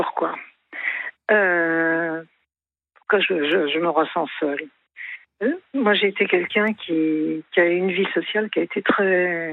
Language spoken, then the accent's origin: French; Paris, Île-de-France, France; born there; also born or lived in Germany